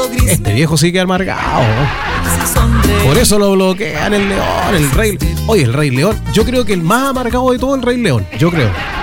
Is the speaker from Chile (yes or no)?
yes; Chile; Claro, si somos chilenos al final y al cabo, en la buena y en la mala. Somos chilenos.